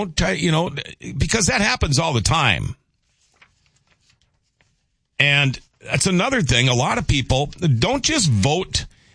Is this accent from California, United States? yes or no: no; Minnesota, United States; Thank goodness, you know, I'm a Minnesotan, so I don't have any skin in the game.